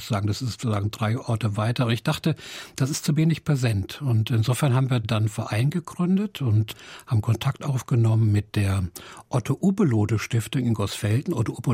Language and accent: German; Hesse, Germany; also born or lived in Frankfurt; now in Berlin, Germany